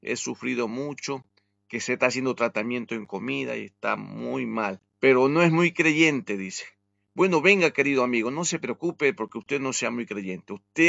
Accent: Ecuador; now in Solís de Mataojo, Uruguay; me encuentra como … el Facebook.

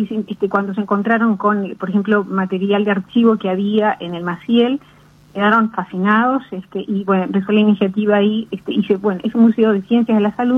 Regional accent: Tacuarembó, Uruguay; recordando, porque ya de parte soy de Tacuarembó

